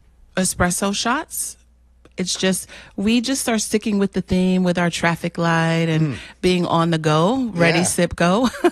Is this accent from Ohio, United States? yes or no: yes; Ohio, United States; now in Hyde Park, United States; I'm from Ohio originally.